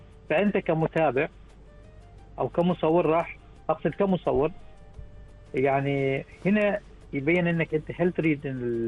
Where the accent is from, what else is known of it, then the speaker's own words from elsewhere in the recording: Oman; لازلنا إحنا كعمانيين محافظين عليها